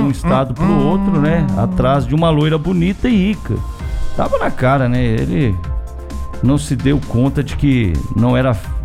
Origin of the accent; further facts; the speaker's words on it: Londrina, Paraná, Brazil; nós somos aqui da região de Londrina